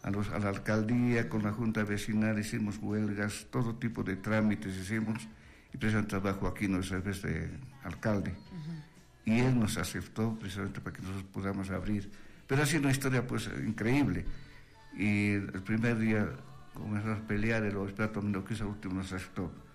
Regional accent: Vitichi, Potosí, Bolivia; now in Potosí, Bolivia; yo soy chichén de Vitichi.

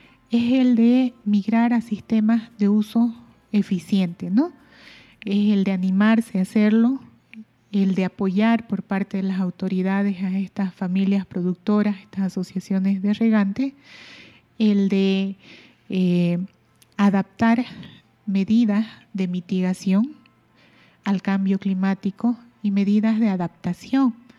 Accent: Santa Cruz, Bolivia; Estamos expuestos como valles cruceños

